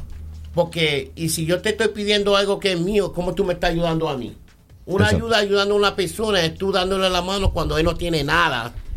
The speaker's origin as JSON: {"language": "Spanish", "region": "New York", "country": "United States", "tie": "born or raised there", "said": "Yo me crié en Bronx"}